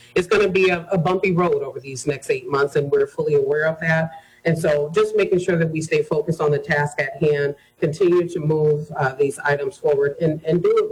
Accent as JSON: {"language": "English", "town": "Rockford", "region": "Illinois", "country": "United States", "tie": "born or raised there", "said": "Well, I am a 41-year-old who was born and raised right here in Rockford, Illinois."}